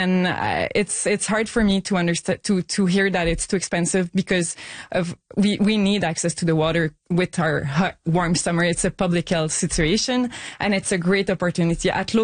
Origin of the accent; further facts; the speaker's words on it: Lachine, Quebec, Canada; Like, it had been there forever. So we grew up in Lachine. It was part of the identity, and I totally understand.